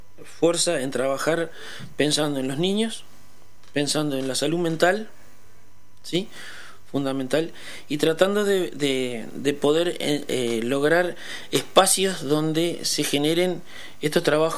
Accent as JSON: {"language": "Spanish", "town": "Rosario", "region": "Santa Fe", "country": "Argentina", "moved": "yes", "said": "soy de la ciudad de Rosario, no soy oriundo de Nueva Albesia"}